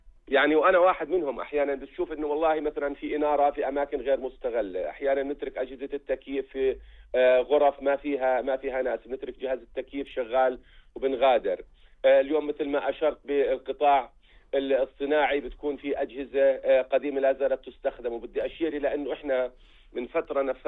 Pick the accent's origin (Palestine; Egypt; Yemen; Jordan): Jordan; اللي عندنا بالأردن